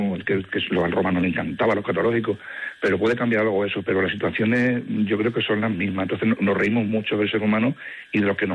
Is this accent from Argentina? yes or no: no; Extremadura, Spain; somos extremeños, compañías extremeñas, actores extremeños